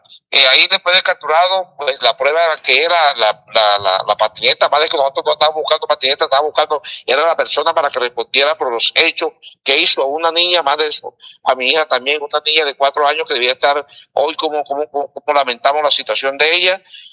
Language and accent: Spanish; Villanueva, La Guajira, Colombia; nosotros prácticamente somos de Villanueva también.